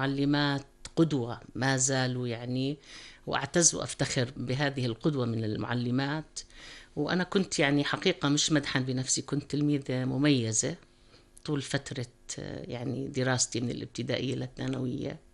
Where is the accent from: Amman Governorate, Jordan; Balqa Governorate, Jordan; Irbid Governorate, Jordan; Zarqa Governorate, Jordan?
Balqa Governorate, Jordan; Salt; نعم، أنا نشأت وترعرعت بمدينة السلط، درست بمدرسة يافا الابتدائية بالمرحلة الابتدائية، وفي مدرسة اليرموك الإعدادية للمرحلة الإعدادية، وأنهيت دراستي ثانوي مدرسة السلط الثانوي للبنات.